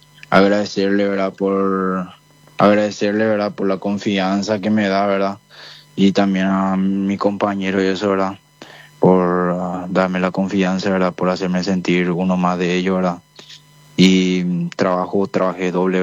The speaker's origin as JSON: {"language": "Spanish", "town": "Capiatá", "region": "Central", "country": "Paraguay", "said": "Ah, nosotros somos de la ciudad de Capiatá."}